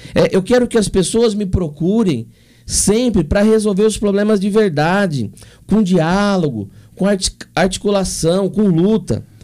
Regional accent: Aparecida, São Paulo, Brazil; Aparecida é onde eu nasci, onde me formei, onde formou o meu caráter.

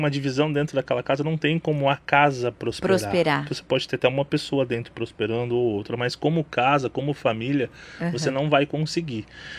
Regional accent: Rio Grande do Sul, Brazil; accent: gaúcho; moved away as an adult; now in São Paulo, Brazil; você fala mal do meu sotaque. Eu falei, o bar é uma expressão gaúcha

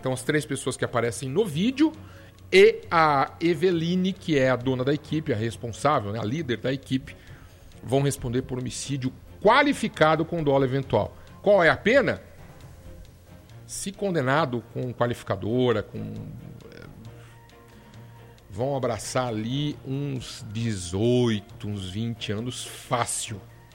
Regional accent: Brazil; vou torcer para o Brasil como brasileiro

